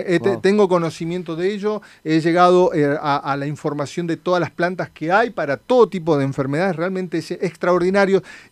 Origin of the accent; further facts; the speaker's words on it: Misiones, Argentina; moved away; en Misiones, lugar de donde yo vengo